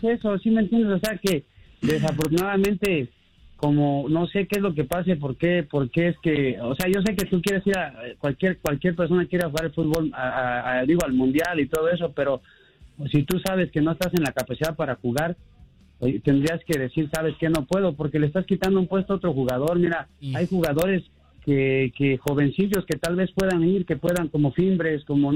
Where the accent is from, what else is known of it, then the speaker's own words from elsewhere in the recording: Mexico; Siempre al último, como siempre, ¿verdad? Como todo un buen mexicano.